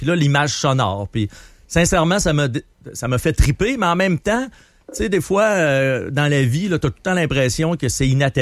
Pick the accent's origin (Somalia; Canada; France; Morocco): Canada; Lac-Beauport, Quebec; also born or lived in Rivière-du-Loup; je suis natif du lac Beauport